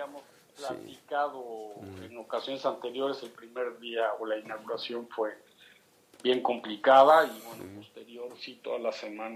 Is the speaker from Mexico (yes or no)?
yes; Mexico; lo que como país, como mexicanos, como iniciativa privada, junto con la mano del gobierno y las instancias, se puede hacer